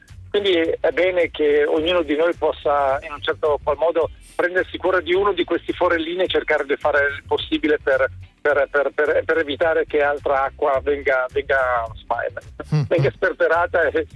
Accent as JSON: {"language": "Italian", "region": "Lombardy", "country": "Italy", "said": "rivendico anche la mia origine valtellinese"}